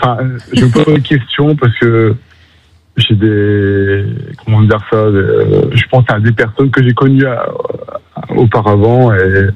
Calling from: Lille, Hauts-de-France, France; Oh, moi, j'habite Lille.

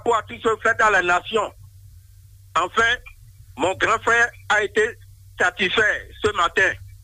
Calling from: Porto-Novo, Ouémé, Benin; je vous appelle depuis Rwanda 2 à Porto Novo.

